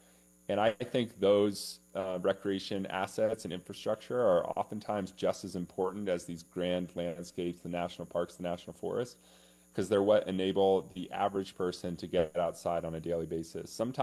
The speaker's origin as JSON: {"language": "English", "town": "Seattle", "region": "Washington", "country": "United States", "tie": "born or raised there", "said": "when I grew up in Seattle, I went to Garfield High School. And for a time we were located in North Seattle while our school was being remodeled."}